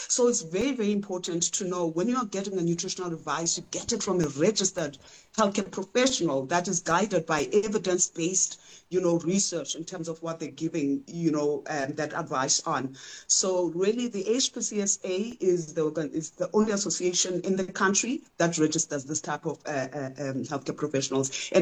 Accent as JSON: {"language": "English", "region": "Eastern Cape", "country": "South Africa", "said": "like for example, myself, I'm Xhosa from the Eastern Cape. Umngqusho is part of what I eat."}